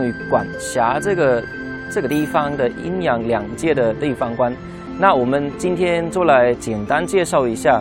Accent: Germany; Chinese is a second language; moved away as an adult; now in Taiwan; 我是德国人。那因为我喜欢中华文化，对中华文化感到有兴趣，那因此呢，我来到台湾念书。

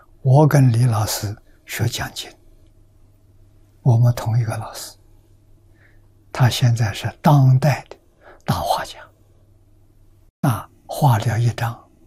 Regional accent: Lujiang County, Anhui, China; moved away; 我们家乡的城隍，庐江县的城隍

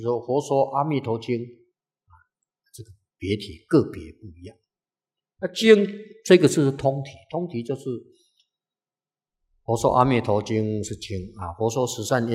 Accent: Taiwan; 我们祖先就从大陆移民到

